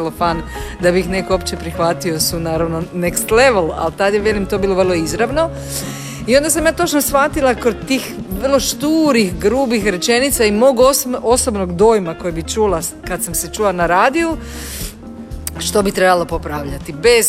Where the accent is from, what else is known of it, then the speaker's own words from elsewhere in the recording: Koprivnica, Koprivnica-Križevci County, Croatia; Ja sam došla naravno iz Koprivnice s jednim velikim renomeom prvog glasa Koprivnice. To mislim da sam imala 17,5